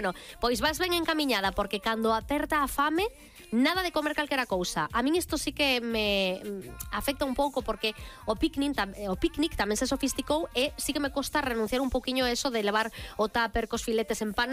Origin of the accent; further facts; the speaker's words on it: Galicia, Spain; Non, mira que somos de Bodente en Galicia, pero bueno, son estilos.